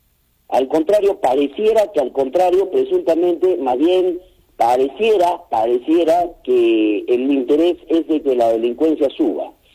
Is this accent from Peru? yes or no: yes; Peru; tenemos el derecho de defender nuestra vida como peruanos